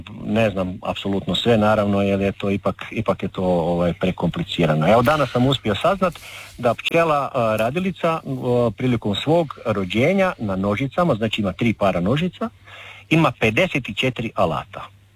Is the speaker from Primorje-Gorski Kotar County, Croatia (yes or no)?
yes; Primorje-Gorski Kotar County, Croatia